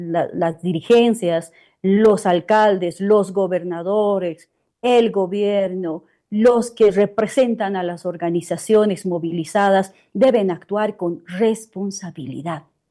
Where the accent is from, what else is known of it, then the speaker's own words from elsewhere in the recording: Bolivia; todos somos bolivianos